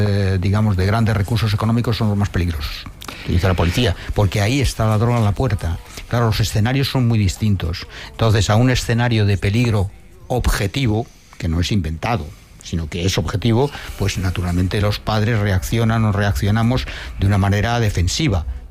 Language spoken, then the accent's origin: Spanish; Madrid, Community of Madrid, Spain; born or raised there